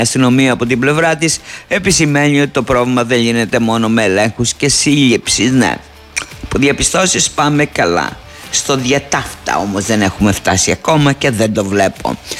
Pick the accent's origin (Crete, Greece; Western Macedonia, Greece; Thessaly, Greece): Crete, Greece; now in Rhodes, Greece; Η πατρίδα μου, η ιδιαίτερη πατρίδα μου, το Μελοπόταμο, είναι σε πολύ δύσκολη κατάσταση.